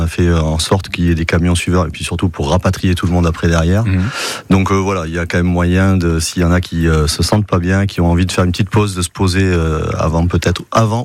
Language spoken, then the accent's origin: French; Périgueux, Nouvelle-Aquitaine, France; On est de Périgueux, on est cycliste pour quelques-uns.